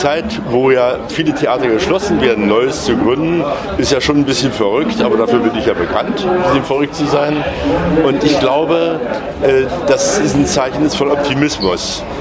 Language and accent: German; Dessau, Saxony-Anhalt, Germany; moved away; Naja, ich komme hier aus Dessau. Ich bin hier sogar irgendwann mal Ehrenbürger geworden.